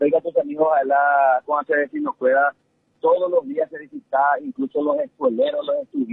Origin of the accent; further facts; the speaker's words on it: San Pedro, Paraguay; moved away; also born or lived in Canindeyú; Yo soy de San Pedro, oriundo de San Pedro, mi ciudad natal es Tierra y Tierra del Norte, pero estuve casi 28 años en el departamento de Canindeyú.